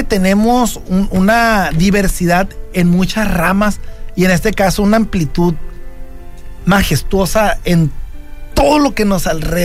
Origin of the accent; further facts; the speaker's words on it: Sinaloa, Mexico; yo como, ¿no?, mexicano sinaloense, compa. Yo no le envidio ni el acento.